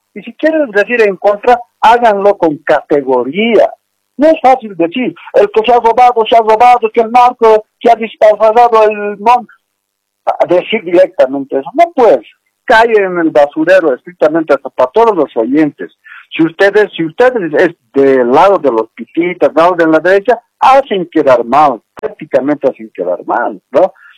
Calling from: El Alto, La Paz, Bolivia; estoy llamando desde La Paz, ya del Alto

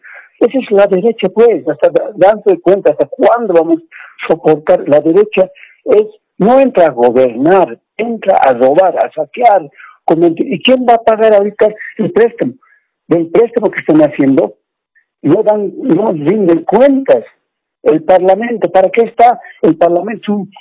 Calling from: La Paz, Bolivia; Aquí le hablo de la ciudad de La Paz.

